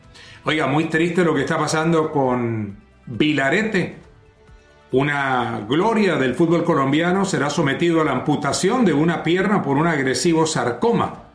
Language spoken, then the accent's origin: Spanish; San Felipe, Valparaíso, Chile; Bueno, es mi pueblo natal, ¿no? San Felipe, ahí estuvimos la semana pasada.